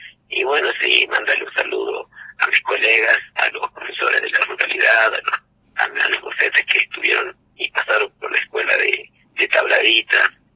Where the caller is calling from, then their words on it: La Quiaca, Jujuy, Argentina; Yo vivo en Aquiaca.